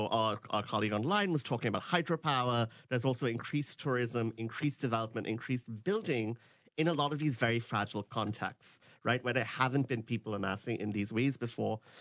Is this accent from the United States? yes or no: no; Pakistan; I'm from Pakistan myself. I can tell you from that country and similarly in the region